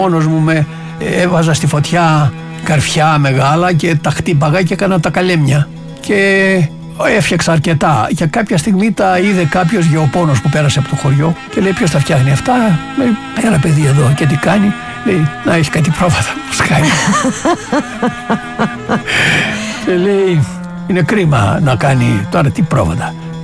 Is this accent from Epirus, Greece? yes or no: yes; Elliniko, Epirus, Greece; Γεννήθηκα στο Ελληνικό Ιωαννίνων, ένα χωριό λίγο έξω από τα Γιάννενα, στο οποίο έκανα και το μουσείο μου.